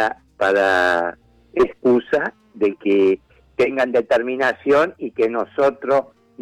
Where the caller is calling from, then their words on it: Buenos Aires, Argentina; De acá, de Capital, de Lugano.